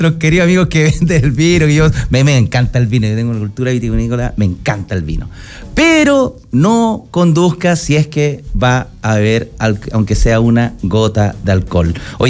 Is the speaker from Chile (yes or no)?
yes; Chile; como chilenos nos sentimos muy orgullosos